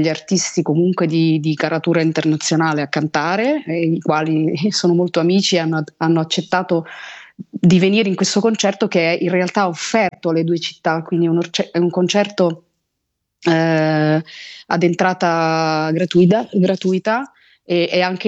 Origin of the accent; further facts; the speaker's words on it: Rome, Lazio, Italy; moved away as an adult; also born or lived in New York, United States; io mi ritengo profondamente italiana perché sono nata e cresciuta a Roma e ho studiato al Conservatorio di Santa Cecilia